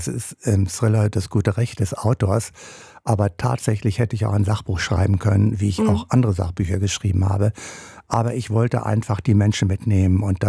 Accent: Büren, North Rhine-Westphalia, Germany; Ich bin aufgewachsen in der Nähe von Paderborn in der sogenannten Wewelsburg. Das ist die ehemalige Himmlerburg.

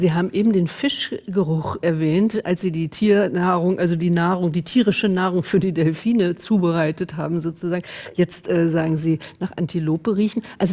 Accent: Hanover, Lower Saxony, Germany; ich komme aus Hannover.

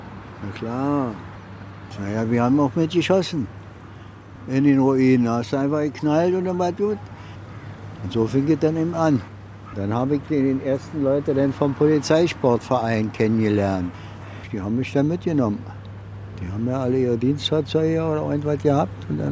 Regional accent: Berlin, Germany; Ich bin hier geboren, 1940. Aber hier war amerikanisch besetzte Zone.

